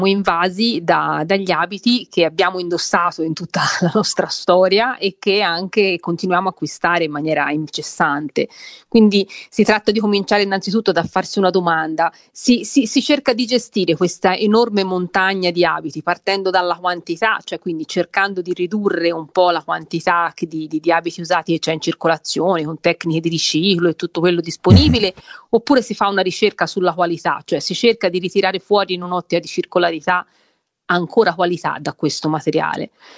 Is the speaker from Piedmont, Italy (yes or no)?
no; Prato, Tuscany, Italy